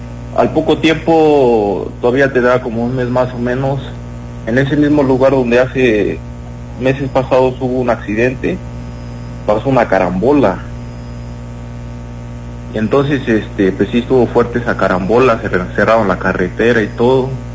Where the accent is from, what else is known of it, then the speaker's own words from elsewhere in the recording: La Independencia, Chiapas, Mexico; yo soy originario aquí de la Independencia, Chiapas.